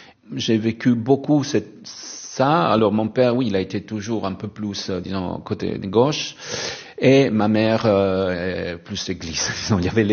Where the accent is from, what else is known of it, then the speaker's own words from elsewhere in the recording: Pisa, Tuscany, Italy; moved away; j'ai grandi à Pise, mais avec une grand-mère sarde.